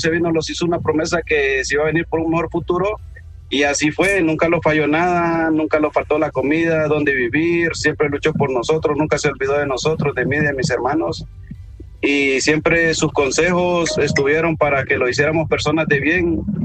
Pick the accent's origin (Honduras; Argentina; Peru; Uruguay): Honduras; Somos de Honduras con mi papá.